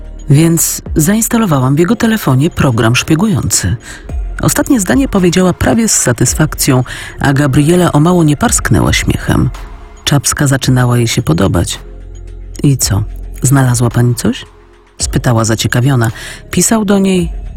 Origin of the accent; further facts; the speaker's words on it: Lublin, Lublin Voivodeship, Poland; A że ja pochodzę z Lublina, moi rodzice tu mieszkają, mam znajomych, dobrze się tu czuję